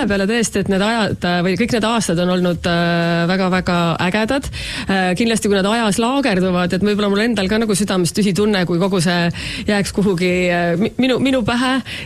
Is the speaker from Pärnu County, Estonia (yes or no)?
yes; Pärnu, Pärnu County, Estonia; born there; now in Tallinn, Estonia; olen sündinud Pärnus ja elan Tallinnas.